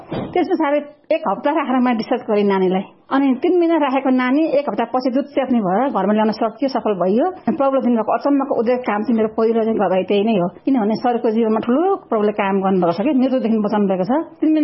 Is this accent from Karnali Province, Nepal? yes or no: no; Solukhumbu, Koshi Province, Nepal; now in Kathmandu, Nepal; अनि मेरो गाउँ चाहिँ सोलुखुम्बु हो, काङ्गेल वडा नम्बर 5 हो, गाविस हो हाम्रो चाहिँ। अनि हाल चाहिँ जन्म चाहिँ उहाँ हो, हाल चाहिँ म काठमाडौँमा बस्छु अनि काठमाडौँ यता बालकोटमा बस्छु